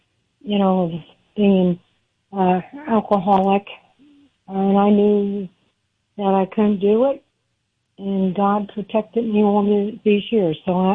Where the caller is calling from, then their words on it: New Jersey, United States; I'm calling from New Jersey.